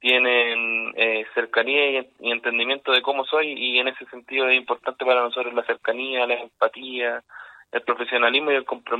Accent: Maule, Chile; yo soy nacido y criado en Maule, tengo un vínculo real con la comunidad

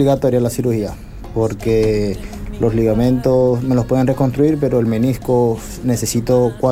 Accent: Venezuela; moved away as an adult; now in Chile; Soy un joven venezolano de 26 años, el cual ya radicó 3 años acá en Chile.

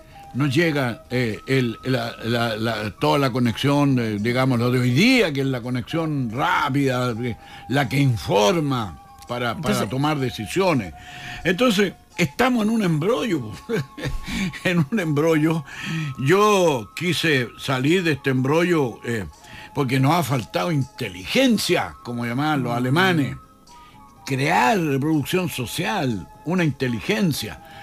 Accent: Chile

